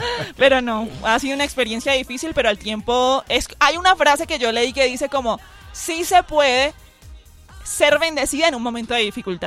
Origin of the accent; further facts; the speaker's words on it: Barranquilla, Atlántico, Colombia; accent: costeño; now in Bogotá, Colombia; yo vengo de Barranquilla